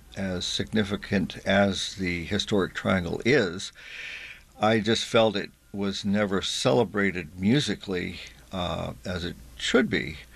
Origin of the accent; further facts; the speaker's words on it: Norfolk, Virginia, United States; moved away as an adult; now in Williamsburg, United States; My roots, I grew up in Norfolk and went to Old Dominion in 1976 for the bicentennial.